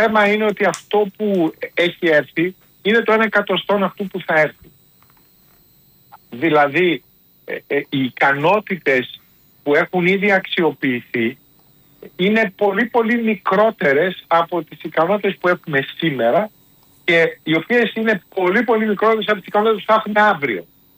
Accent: Greece; πρώτα στα ελληνικά, πρώτα στην πατρίδα μου.

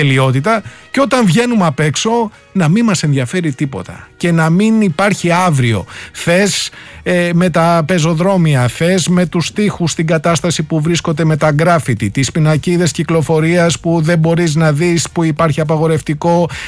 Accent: Greece; τη σχέση που έχουμε ως πολίτες, ως Έλληνες

